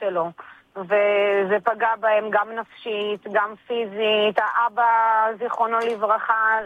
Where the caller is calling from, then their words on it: Jerusalem, Jerusalem District, Israel; אני הייתי אני מתגוררת בקירת יובל.